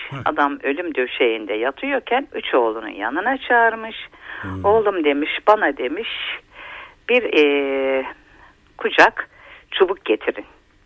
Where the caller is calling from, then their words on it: Trabzon, Turkey; Ben Trabzon'dan arıyorum.